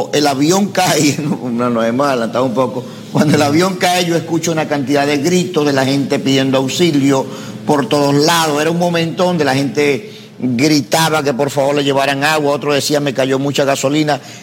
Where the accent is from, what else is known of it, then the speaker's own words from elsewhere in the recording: Puerto Ayacucho, Amazonas, Venezuela; also born or lived in Bogotá, Colombia; Aunque yo no vivo en Caracas, tengo un apartamento en Caracas, vivo en Puerto Ayacucho, en el estado de Amazonas, en Venezuela. Ya que allí pues nací, me crié, soy ingeniero en electrónica, fui a estudiar la carrera de ingeniero en Bogotá, en Colombia. Cuando tenía 20 años